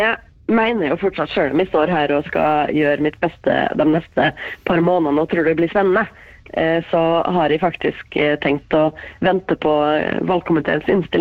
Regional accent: Molde, Møre og Romsdal, Norway; Jeg har vokst opp på Kringsjå i Molde, og der kan man ta på ski og gå rett ut i marka, liksom fra egen garasje.

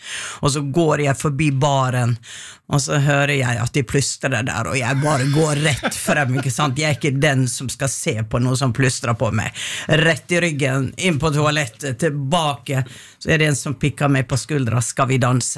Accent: Western Norway, Norway; now in Oslo, Norway; jeg er fra Vestlandet. Jeg er vokst opp med grundeforeldre.

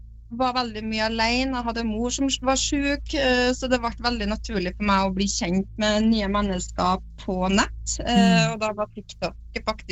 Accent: Frøya, Trøndelag, Norway; Jeg har bodd på Frøya hele mitt liv

